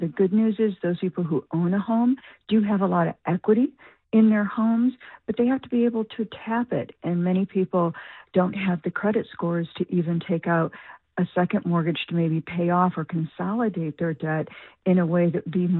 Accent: Detroit, Michigan, United States; That, of course, was the extreme in the 1970s, which I grew up with in the Detroit area in the 1970s.

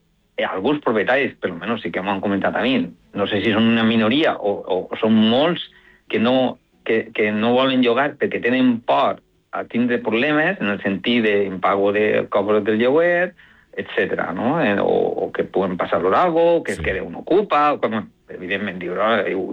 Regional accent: L'Olleria, Valencian Community, Spain; que jo soc d'Olleria, visquen allà a l'Homan Ferit, sí. Soc ja mig adoptat, o sigui, soc mig

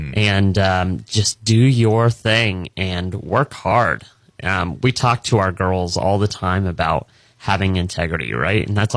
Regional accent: Tampa, Florida, United States; born and raised in Tampa Bay, Florida, and I had a remarkable childhood.

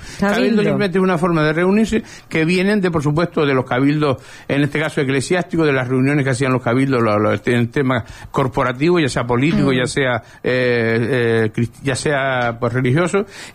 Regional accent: Lanzarote, Canary Islands, Spain; Nosotros tenemos muchísima influencia del portugués en Lanzarote y muchísima influencia del tema marinero.

